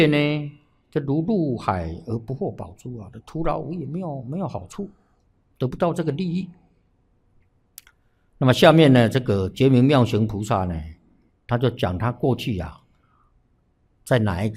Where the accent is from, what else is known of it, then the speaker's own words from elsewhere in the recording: Taiwan; 我们台湾这边